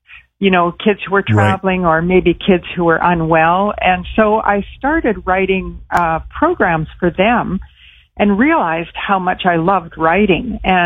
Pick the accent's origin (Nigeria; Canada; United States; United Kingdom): Canada; Moose Jaw, Saskatchewan; born there; Yes, I was born in Moose Jaw, Saskatchewan, and so were my parents, and so we have a lot of roots in Saskatchewan